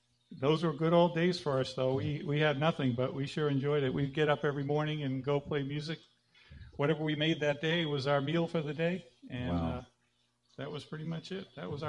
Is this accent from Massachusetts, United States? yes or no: yes; Massachusetts, United States; also born or lived in Boston; I grew up right outside of Boston and lived in Boston for a while. Di and I lived in several different sections of Boston in our time, too.